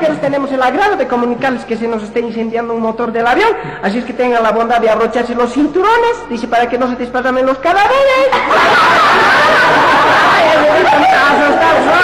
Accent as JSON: {"language": "Spanish", "country": "Bolivia"}